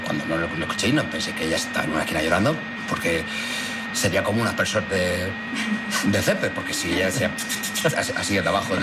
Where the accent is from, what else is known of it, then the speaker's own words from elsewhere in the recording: Murcia, Region of Murcia, Spain; Soy un chico de Murcia, uh-huh. Nací en el año 86.